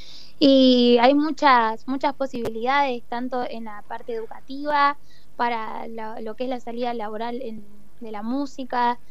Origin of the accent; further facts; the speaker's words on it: Santa Rosa, La Pampa, Argentina; moved away as an adult; now in La Plata, Argentina; yo amo a mi querida Pampa, amo a Santa Rosa. Es todo para mí, siempre que vuelvo es un reencuentro con mi tierra, con mi hogar, mi casa, mi familia.